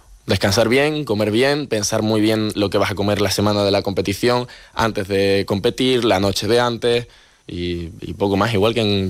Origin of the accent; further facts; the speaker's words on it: Seville, Andalusia, Spain; now in Madrid, Spain; Yo, por ejemplo, ahora voy a tener un alquiler en Madrid también, porque estoy todo el tiempo aquí, soy de Sevilla.